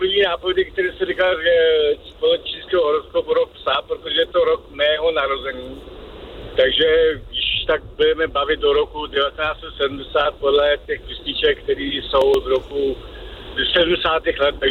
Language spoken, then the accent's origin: Czech; Afghanistan; now in Czech Republic; hodně pocházím z Afghánistánu, tady žiju od roku 87.